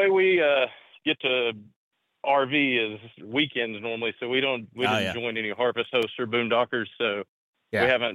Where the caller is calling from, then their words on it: Tennessee, United States; we're starting from East Tennessee